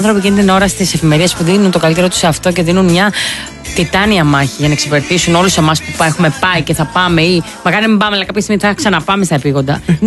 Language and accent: Greek; West Greece, Greece; Ναι, στα μέρη μου. Εκεί πάντα πιάνει. Εκεί η Ηλία γενικότερα.